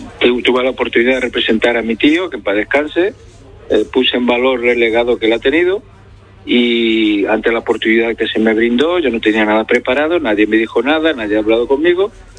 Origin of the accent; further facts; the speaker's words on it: Ceuta, Spain; Yo soy musulmán, yo soy ceutí y soy español.